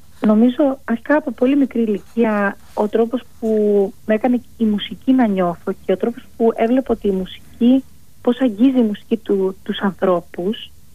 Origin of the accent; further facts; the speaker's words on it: Greece; moved away as an adult; είχα γεννήθηκε και μεγάλωσα στην Ελλάδα